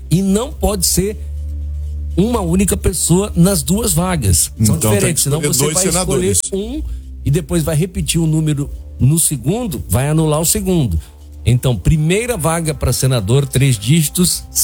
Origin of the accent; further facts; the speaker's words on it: Rio Grande do Sul, Brazil; now in Santa Catarina, Brazil; Eu sou gaúcho. E daí, o meu título é daqui. É. Eu estou em Santa Catarina.